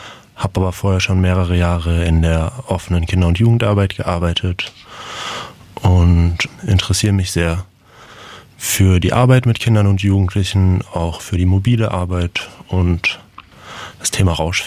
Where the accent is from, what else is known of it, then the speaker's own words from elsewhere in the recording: Weiterstadt, Hesse, Germany; also born or lived in Darmstadt; Bin auch gebürtig aus Darmstadt, in Weiterstadt groß geworden und wohne jetzt im wunderschönen Johannesviertel.